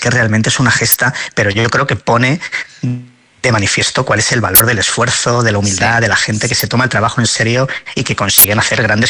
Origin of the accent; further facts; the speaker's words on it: Madrid, Community of Madrid, Spain; yo soy de un barrio del sur de Madrid también. No soy de Vallecas, pero soy de un barrio del sur de Madrid.